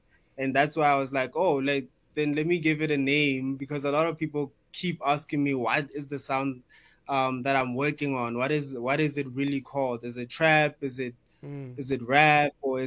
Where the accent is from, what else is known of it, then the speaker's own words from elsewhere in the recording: Bethlehem, Free State, South Africa; now in Johannesburg, South Africa; So I came from Bethlehem, like in the Free State, and I moved to I had recently just moved to Joburg